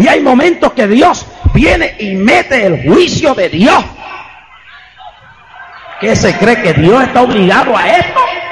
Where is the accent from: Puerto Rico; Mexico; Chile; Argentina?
Puerto Rico